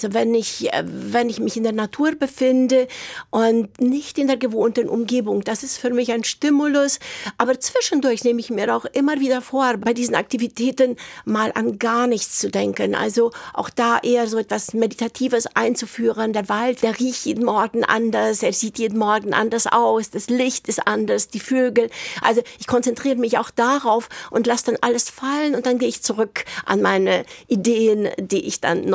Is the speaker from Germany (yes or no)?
no; Romania; German is a second language; moved away; Also für mich bleibt diese Musik mit Rumänien verbunden, mit meiner Heimat, in die ich auch jetzt immer wieder zurückkehre und dort unterrichte.